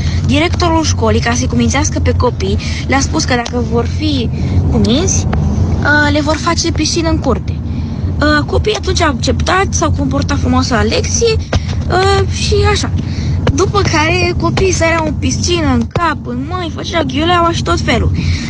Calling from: Iași, Iași County, Romania

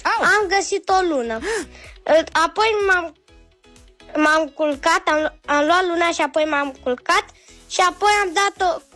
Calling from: Bucharest, Romania; Bună, DJ Dodi, sunt eu … din București … în fine, am 9 ani

